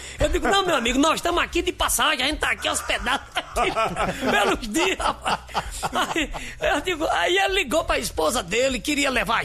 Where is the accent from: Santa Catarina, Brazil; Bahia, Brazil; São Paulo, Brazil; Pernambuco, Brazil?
Pernambuco, Brazil; Recife; Disse, não, nós somos de Recife, vocês estão aqui.